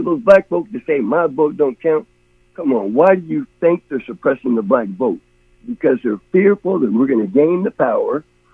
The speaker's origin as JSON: {"language": "English", "town": "Seattle", "region": "Washington", "country": "United States", "tie": "born or raised there", "said": "I was born and raised in Seattle. I'm a projects kid coming out of High Point."}